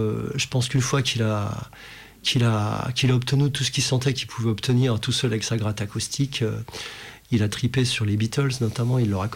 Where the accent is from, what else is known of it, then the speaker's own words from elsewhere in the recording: France; Je suis français, moi, monsieur, donc je chante en français.